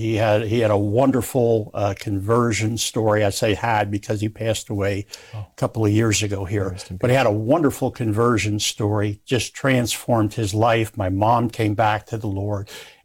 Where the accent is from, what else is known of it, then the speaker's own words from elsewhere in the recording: Pennsylvania, United States; also born or lived in New Jersey; So I grew up in Pennsylvania and New Jersey.